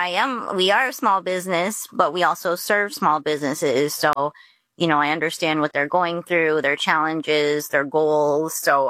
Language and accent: English; Windsor, Ontario, Canada; also born or lived in Dallas / New York City; now in Detroit, United States; I moved from Texas, Dallas, Texas. So I was living there while my husband was going to law school. But before that, I lived in New York City for six years, worked for a couple small firms there. And I'm actually from Windsor, Ontario, across the border.